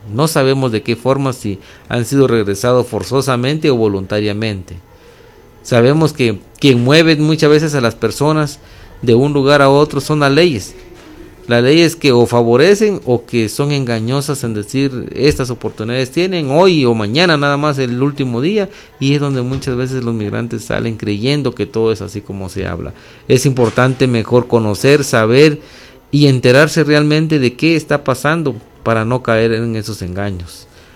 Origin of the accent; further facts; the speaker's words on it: Guatemala; como guatemaltecos también somos parte de ese funcionamiento del Estado.